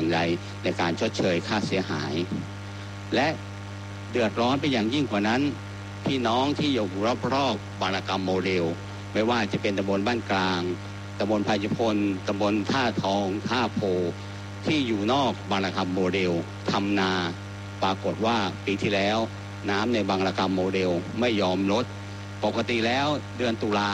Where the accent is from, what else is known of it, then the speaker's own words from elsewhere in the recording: Phitsanulok, Thailand; born there; ผมเนี่ยเกิดเป็นคนพิษณุโลก